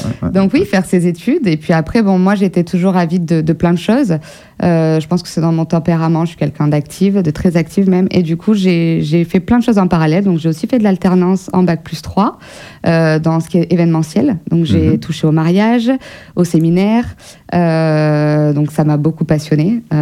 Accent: Périgueux, Nouvelle-Aquitaine, France; born or raised there

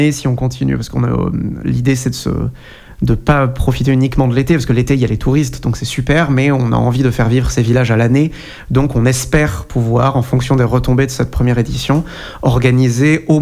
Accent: Martinique, France; Parce que j'ai grandi en Martinique

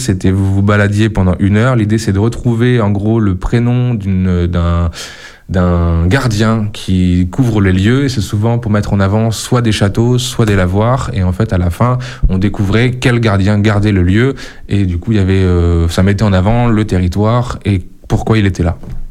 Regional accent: Tours, Centre-Val de Loire, France; born there; moved away as an adult; now in Périgord, France; Non, lycée public à François Rabelais, à Tours.

